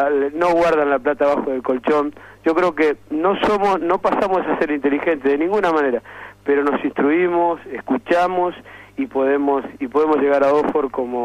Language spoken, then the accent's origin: Spanish; Argentina